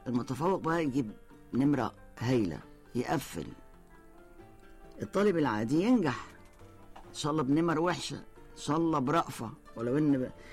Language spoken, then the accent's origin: Arabic; Cairo, Cairo Governorate, Egypt; المدارس اللي عندنا في القاهرة